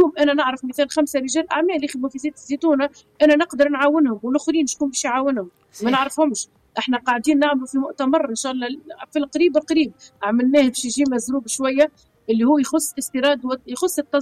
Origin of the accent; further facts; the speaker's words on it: Tunisia; نتشرف اللي احنا كوادر تونسية في هذه القضايا، علاش ماهوش في بلادنا؟